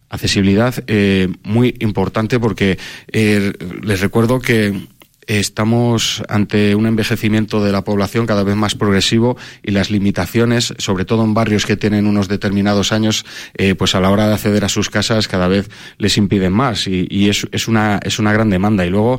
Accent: Medina del Campo, Castile and León, Spain; mi pueblo, de mi villa, de mi ciudad. A mí me gustaría presumir de Medina del Campo.

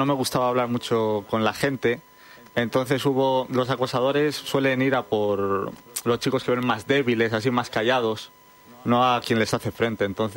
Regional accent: Valladolid, Castile and León, Spain; born there; Pues yo nací en Valladolid y fue a los 8 o 9 años más o menos de edad.

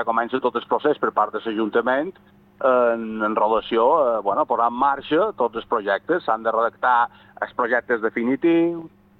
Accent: Mallorca, Balearic Islands, Spain; com a mallorquins i mallorquines

